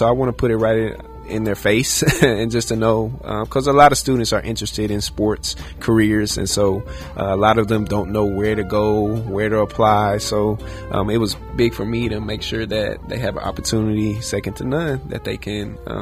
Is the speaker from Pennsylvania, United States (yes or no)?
no; Houston, Texas, United States; also born or lived in Dallas; Yes, I am from Houston, Texas as well. Born in Dallas, raised in Houston. So I'm Texas through and through.